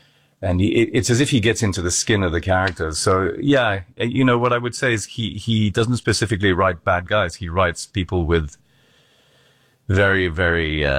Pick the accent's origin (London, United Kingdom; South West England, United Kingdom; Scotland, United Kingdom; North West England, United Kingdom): Scotland, United Kingdom; also born or lived in France; the Scottish character, because I'm Scottish and French, so I'm a sort of amalgam of these both of the cultures.